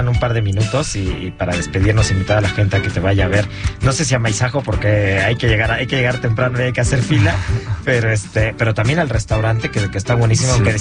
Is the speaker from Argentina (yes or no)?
no; Mexico; nosotros como mismos mexicanos